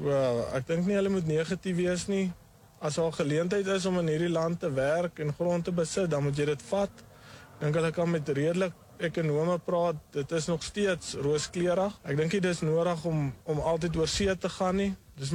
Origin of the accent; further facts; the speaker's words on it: Eastern Cape, South Africa; ons kom oorspronkelijk uit die Ooskaap uit, so nabij van Starens rivier het my pa was een seibokkar makelaar, en daar het hy gemelk ook, so ek het op een melkplaas groot geraak.